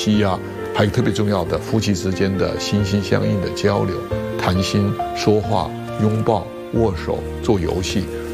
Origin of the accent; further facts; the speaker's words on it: China; 我们中国人讲家和万事兴